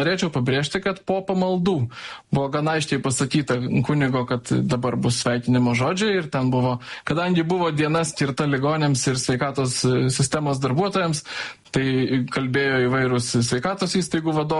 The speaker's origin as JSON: {"language": "Lithuanian", "town": "Vilnius", "region": "Vilnius County", "country": "Lithuania", "said": "aš esu aukštaitis, vilnietis"}